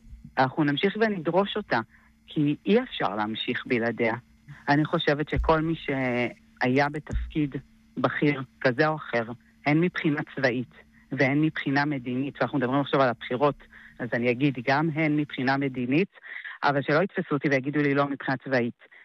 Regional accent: Sderot, Southern District, Israel; נולדתי בסדרות, גדלתי לתוך מתחי קסמים שנקראו טפטופים. הבאתי את הבנות שלי לעולם במקום הכי יפה שאני חושבת שקיים. אבל כמו שתמיד אמרנו, 95% גן עדן, 5% גיהנום

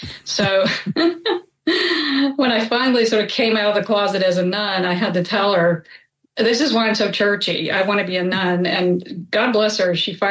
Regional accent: Georgia, United States; accent: Southern; And they also taught me how to speak without a Southern accent. I'm from Georgia.

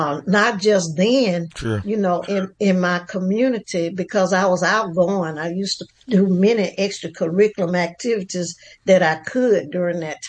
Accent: Selma, Alabama, United States; that little poor girl growing up in Selma

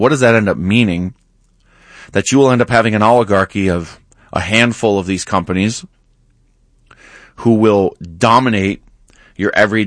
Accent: United States

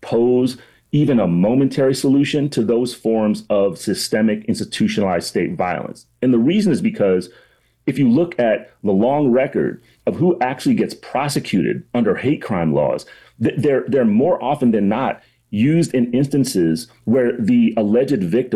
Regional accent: Alexandria, Virginia, United States; By the way, I grew up in Alexandria, Virginia, right, where white people are proudly Democrat.

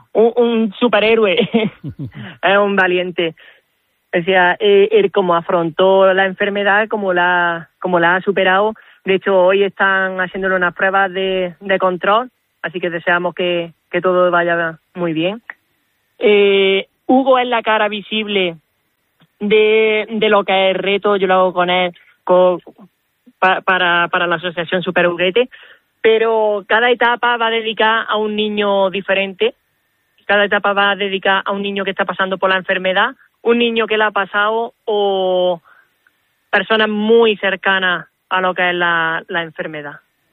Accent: Montefrío, Andalusia, Spain; Montefrío es mi pueblo de toda la vida.

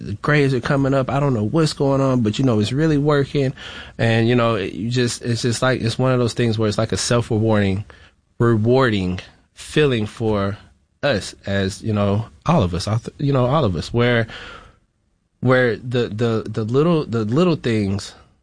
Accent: Florida, United States; I was raised in Florida, so I can relate to the families

